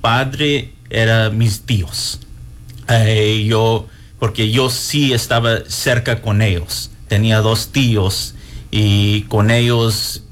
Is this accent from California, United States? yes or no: no; San Antonio, Texas, United States; moved away as an adult; also born or lived in Lubbock, Texas; now in East Texas, United States; Sí, soy de San Antonio, Texas.